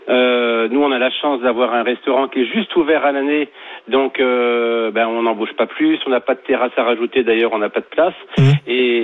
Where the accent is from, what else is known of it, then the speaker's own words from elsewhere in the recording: Brittany, France; je suis breton.